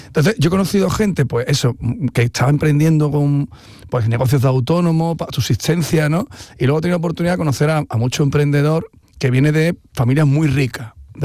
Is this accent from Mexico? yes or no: no; Miraflores de los Ángeles, Andalusia, Spain; Mi padre, nosotros somos de Miraflores de los Ángeles, de un barrio muy humilde, vivíamos en una vivienda muy pequeñita